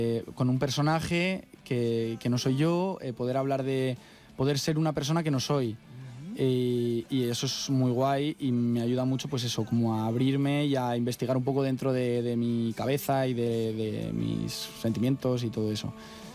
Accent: Valladolid, Castile and León, Spain; now in Madrid, Spain; Yo ahora que vivo en Madrid, yo todas las semanas me cojo un tren a Valladolid un día para estar con mi familia

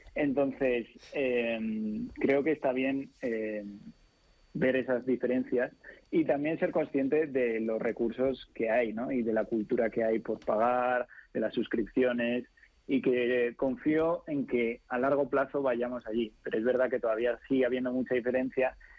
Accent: Spain; como españoles tendemos a pensar que todo lo que viene de fuera es mejor que lo que ocurre aquí

